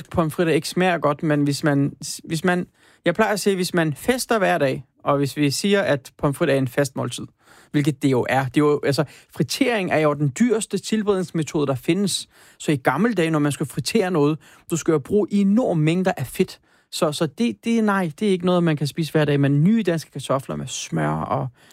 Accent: Turkey; now in Denmark; Jeg skal ikke komme som en tyrker og starte borgerkrig i Danmark.

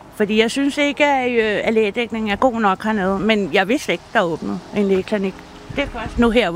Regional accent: Copenhagen, Capital Region of Denmark, Denmark; moved away as an adult; now in Nykøbing Falster, Denmark; jeg har jo boet i København. Jeg er opvokset i København og flyttet herned og boet hernede i 10 års tid

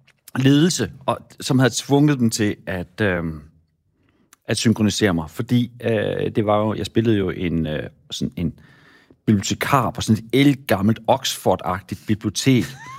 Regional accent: Central Denmark Region, Denmark; Så fordi jeg er vokset op i Midtjylland, og kun har haft engelsk i 3 år, så er mit engelsk jo så skole dansk.

